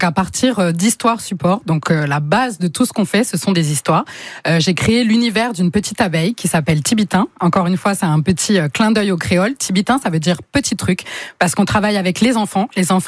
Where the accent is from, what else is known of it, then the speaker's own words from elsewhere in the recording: French Antilles, France; le Lacou, le mot, il vient de chez nous, aux Antilles.